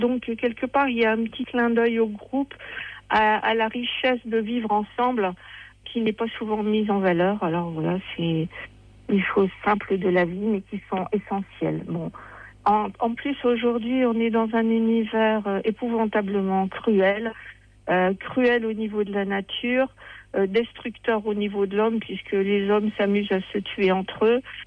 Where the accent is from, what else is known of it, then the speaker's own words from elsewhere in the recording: Seclin, Hauts-de-France, France; born there; Je suis une vraie nordiste, née dans le nord, à Soclin, près de Lille, et très fière d'être nordiste.